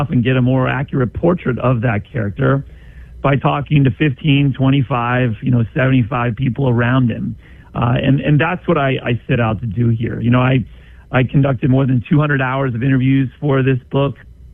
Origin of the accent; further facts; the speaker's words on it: Cincinnati, Ohio, United States; And for that book, I spent a lot of time back in the Midwest, back where I was born. I'm born and raised in Cincinnati.